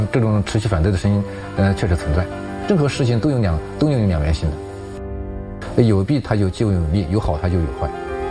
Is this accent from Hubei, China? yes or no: yes; Hubei, China; born there; 因为我小的时候是在小磨盘出生的